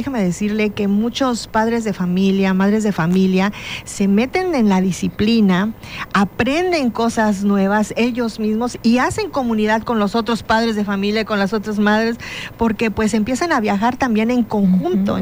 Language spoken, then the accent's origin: Spanish; Celaya, Guanajuato, Mexico; now in Quintana Roo, Mexico; yo soy de Celaya, Guanajuato.